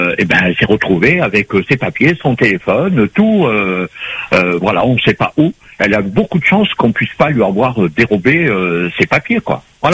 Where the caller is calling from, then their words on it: Paris, Île-de-France, France; je vous appelle de Paris.